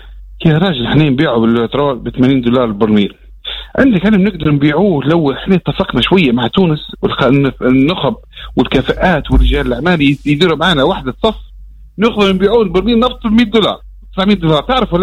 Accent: Libya; أنا ليبي تربطني في تونس علاقة وصداقة ورحم وأصهار وتداخل.

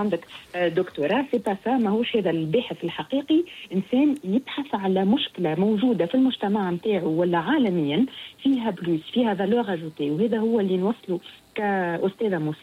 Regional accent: Tunisia; اللي عندنا في تونس

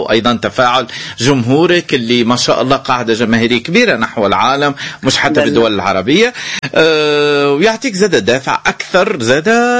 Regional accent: Tunisia; عندنا في تونس

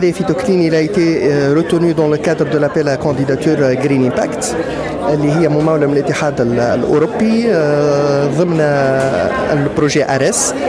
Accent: Tunisia

